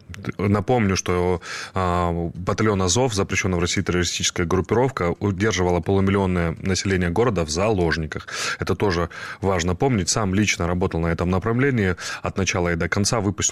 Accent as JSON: {"language": "Russian", "town": "Mariupol", "region": "Donetsk Oblast", "country": "Ukraine", "tie": "born or raised there", "said": "был освобожден мой родной город Мариуполь."}